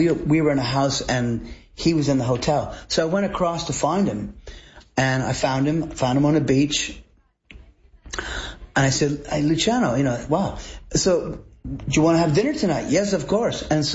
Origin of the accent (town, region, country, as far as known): Canada